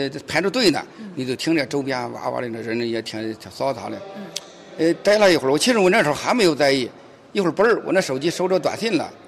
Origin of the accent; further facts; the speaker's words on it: China; 就是我也是从小农村长大的一个农民的日子嘛